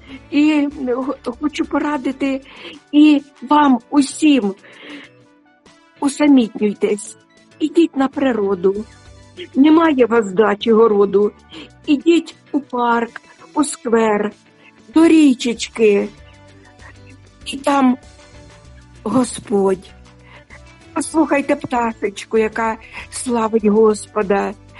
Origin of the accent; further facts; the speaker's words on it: Sumy, Sumy Oblast, Ukraine; Він захищає моє рідне місто Суми.